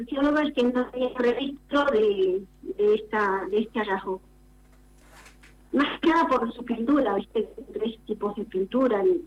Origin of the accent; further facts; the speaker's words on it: Los Catutos, Neuquén, Argentina; soy nacida y criada acá en este hermoso paraje de Los Catutos. En todas las publicaciones sale como que soy de Zapala.